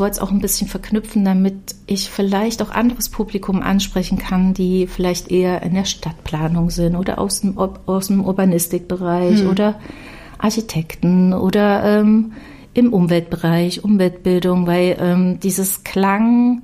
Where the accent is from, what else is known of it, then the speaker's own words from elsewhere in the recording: Weimar, Thuringia, Germany; moved away; Ich komme ja aus Weimar